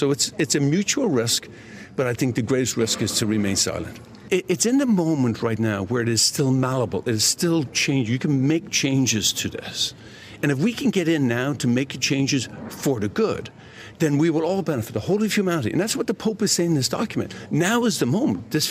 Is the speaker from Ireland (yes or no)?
yes; Ireland; moved away; look, I came from Ireland. And in Ireland, we had warfare in Northern Ireland.